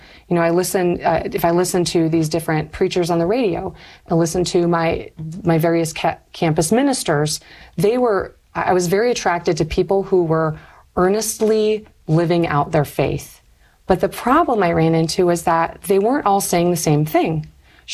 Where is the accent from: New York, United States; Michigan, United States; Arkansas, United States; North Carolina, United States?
Michigan, United States; Northern Michigan University is also in my hometown